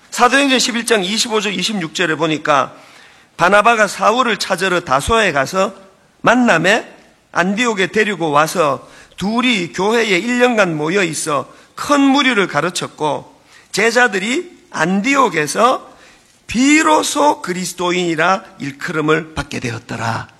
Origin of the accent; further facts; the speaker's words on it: Gyeongsang, South Korea; born there; 저는 경상도 사람이에요. 태어나 보니까 부모님이 그쪽에서 저를 낳으셨더라고요.